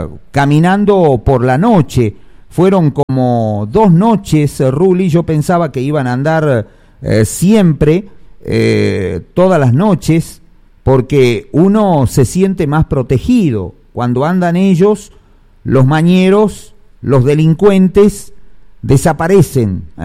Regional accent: Salta, Argentina; los últimos somos los de ANTA.

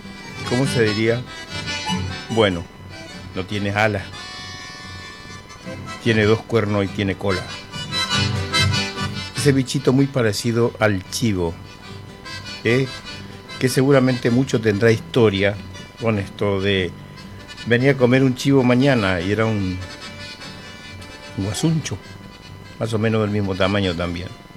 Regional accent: Presidencia de la Plaza, Chaco, Argentina; born there; en mi pueblo, en Presidencia de la Plaza.

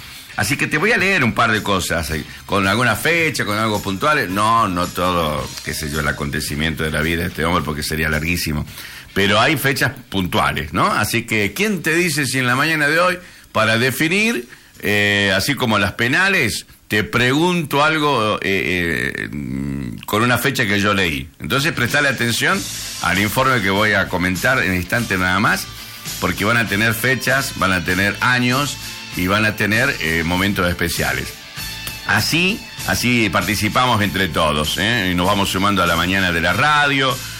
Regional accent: Argentina; igual somos argentinos

